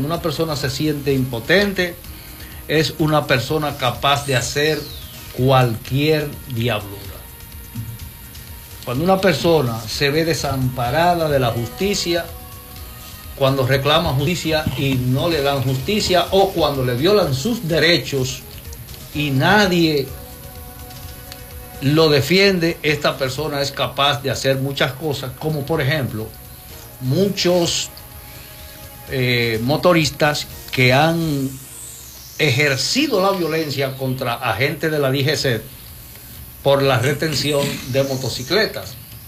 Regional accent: Dominican Republic; Me preocupa como dominicano

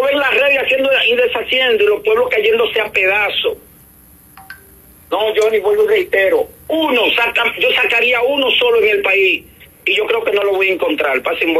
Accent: Dominican Republic; él no me representa a mí como dominicano

